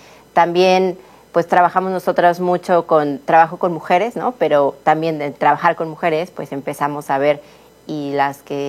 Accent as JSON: {"language": "Spanish", "country": "Mexico", "said": "un símbolo que como cultura mexicana esté muy allegado a nosotros"}